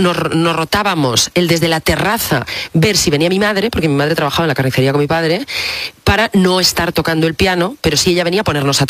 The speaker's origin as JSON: {"language": "Spanish", "town": "Salas", "region": "Asturias", "country": "Spain", "tie": "born or raised there", "said": "Mi pueblo mola un montón, pero hace 40 años era una cosa, a ver, muy chiquitilla. O sea, yo a los chavales se lo cuento, o en las entrevistas lo hablo, Asturias, hace 40 años"}